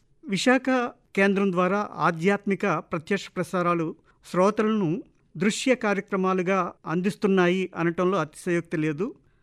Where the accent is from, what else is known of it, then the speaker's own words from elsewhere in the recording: Vizianagaram, Andhra Pradesh, India; born there; విజయనగరంలో మా ఇంట్లో రేడియో లేనప్పుడు పబ్లిక్ పార్కులకు వెళ్ళి రేడియో ముఖ్యంగా సాయంత్ర సమయంలో వినేవాళ్ళం.